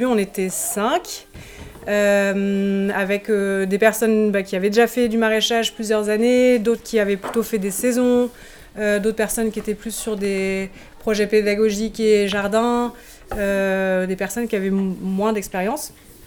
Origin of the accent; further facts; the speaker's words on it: Grand Est, France; Et je viens de Lorraine, mais je ne connaissais pas Bure avant d'avoir été en Allemagne.